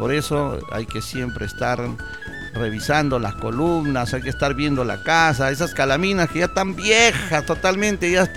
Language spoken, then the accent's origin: Spanish; Selva Central, Peru; sobre todo los que somos de Selva Central.